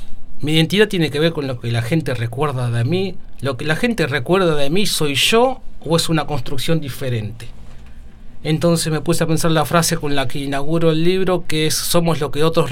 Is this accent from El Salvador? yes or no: no; La Ferrere, Buenos Aires Province, Argentina; Ah, bueno … soy de La Ferrere, de La Matanza, y Me autotitulo escritor